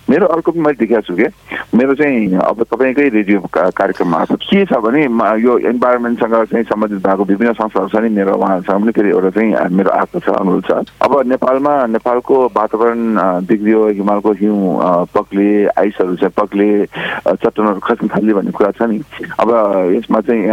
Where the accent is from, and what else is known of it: Khumbu, Koshi Province, Nepal; born there